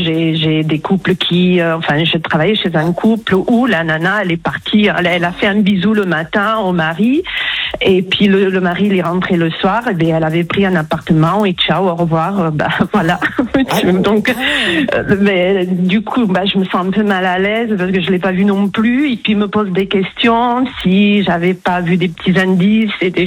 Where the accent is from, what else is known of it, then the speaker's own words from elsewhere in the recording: Toulouse, Occitanie, France; Alors, je suis de Toulouse, au soleil.